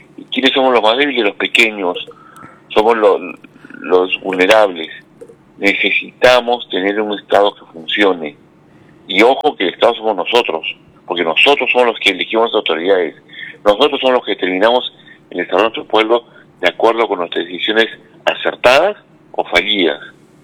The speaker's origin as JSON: {"language": "Spanish", "area": "Tambo Valley", "region": "Arequipa", "country": "Peru", "said": "Ese discurso han llevado en mi tierra, en el Valle de Tambo, a pobreza, abandono"}